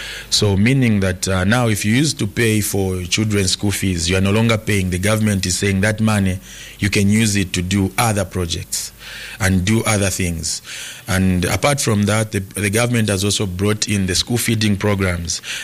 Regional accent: Lusaka, Lusaka Province, Zambia; I come from Roma constituents.

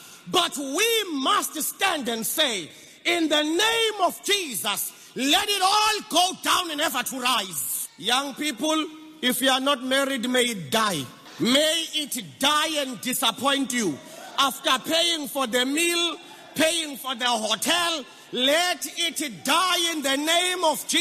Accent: South Africa; I come from South Africa.

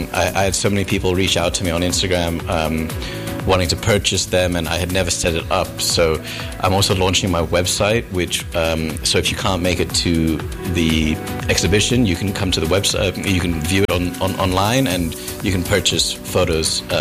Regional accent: Eastern Province, Zambia; also born or lived in Australia; So I grew up in South Luangwa National Park at my family's safari lodge for a good portion of my life

